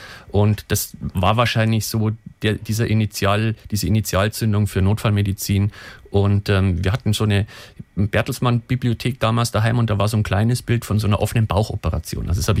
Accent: Bavaria, Germany; wir sind relativ schnell beim Du in Bayern

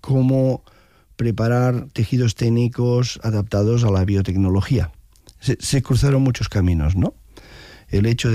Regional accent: Arenys de Mar, Catalonia, Spain; que soy de Arenys de Mar

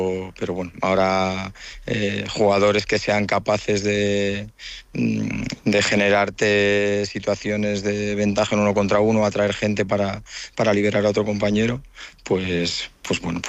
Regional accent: Santander, Cantabria, Spain

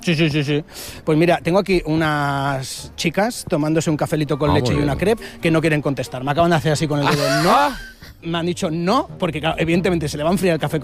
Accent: Barcelona, Catalonia, Spain; Jo sóc del Bon Pastor.

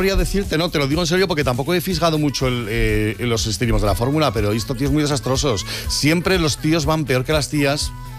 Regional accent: Madrid, Community of Madrid, Spain; yo soy madrileño, pero soy de madre aragonesa.

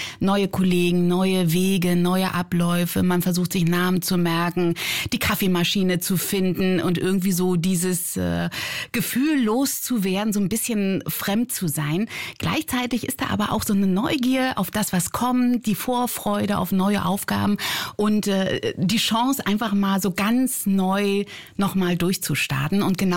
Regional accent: Berlin, Germany; Wir Berliner sind ja nun schon ein anderer Menschenschlag als die Kölner Frohnaturen.

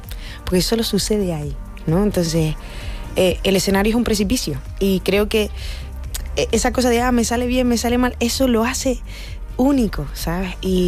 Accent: Canary Islands, Spain; moved away; Yo soy canaria desde que nací, llevo 14 años fuera, no se me ha ido una pizca el acento.

